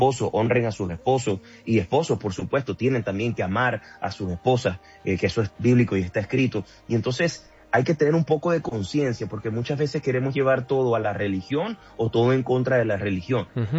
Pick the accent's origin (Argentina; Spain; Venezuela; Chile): Venezuela; oro por el país hermano de Colombia, yo soy venezolano, uh-huh.